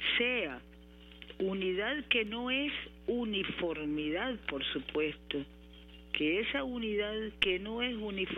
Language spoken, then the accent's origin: Spanish; Nicaragua; nicaragüenses que amamos la paz